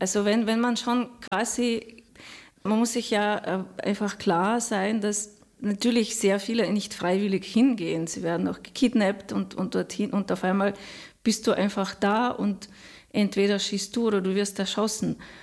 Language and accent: German; Russia; Wer nicht weiß, ich komme aus Russland. Und das geht einem sehr nahe.